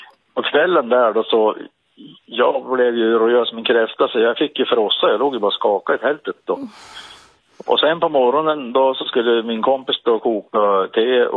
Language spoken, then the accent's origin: Swedish; Jämtland County, Sweden; ja men solen här är väl ungefär som hemma i Jämtland.